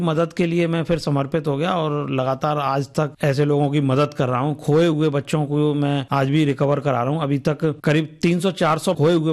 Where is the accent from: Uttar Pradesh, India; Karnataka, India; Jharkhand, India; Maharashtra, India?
Uttar Pradesh, India; Agra; देखिए, मैं प्रॉपर आगरा से ही हूं और आगरा में ही मेरा जन्म हुआ है।